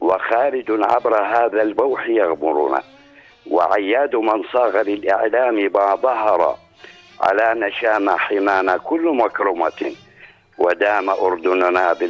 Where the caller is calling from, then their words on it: Jordan; يعني والحمد لله والله كل أغلبية الناس عندنا بالأردن كلها ذواقة.